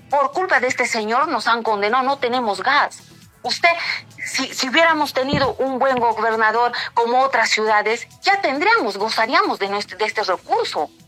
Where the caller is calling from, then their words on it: Cusco, Peru; Me da mucha pena por mi ciudad, soy cusqueña